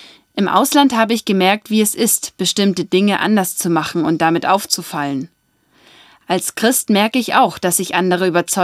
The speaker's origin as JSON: {"language": "German", "country": "Germany", "said": "habe ich ein Jahr in Südafrika verbracht, später auch 6 Wochen in Marokko. Ich als Deutsche habe mich dort fremd und anders gefühlt."}